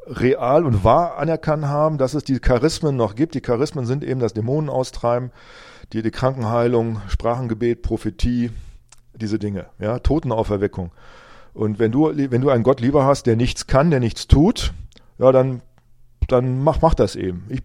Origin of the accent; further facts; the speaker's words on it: Rinteln, Lower Saxony, Germany; ich hoffe dann auch in meiner alten Heimatgemeinde in Rinteln, dass dort die Türen aufgehen und ich reden kann